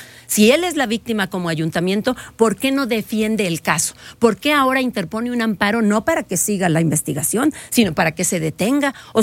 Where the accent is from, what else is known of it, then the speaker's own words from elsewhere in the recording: Aguascalientes, Mexico; Somos los ciudadanos de Aguascalientes, los afectados.